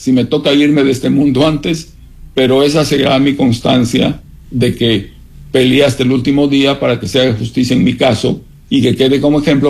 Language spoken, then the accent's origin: Spanish; Ecuador; ya cuando me cierran en mi país todas las puertas